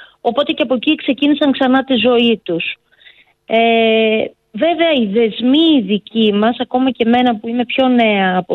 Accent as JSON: {"language": "Greek", "town": "Sagiada", "region": "Epirus", "country": "Greece", "tie": "born or raised there", "said": "Η καταγωγή μου είναι από τη Σαγιάδα, από πατέρα και μητέρα. Εκεί μεγάλωσα, εκεί πήγα σχολείο. Μετά στους Φιλιάτες τελείωσα το λύκειο."}